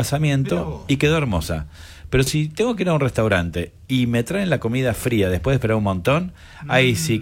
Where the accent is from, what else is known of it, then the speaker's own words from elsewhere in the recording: Banfield, Buenos Aires Province, Argentina; de Banfield. Tengo un emprendimiento de tortas